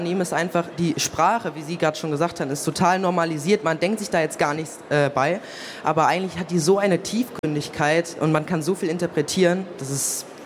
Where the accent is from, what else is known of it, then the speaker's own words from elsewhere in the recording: Kevelaer, North Rhine-Westphalia, Germany; ich komme aus Keveler